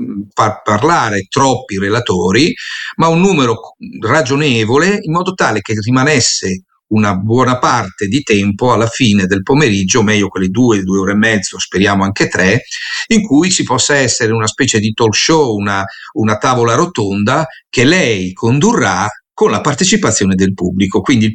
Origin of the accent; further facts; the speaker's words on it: Rimini, Emilia-Romagna, Italy; per me, che sono riminese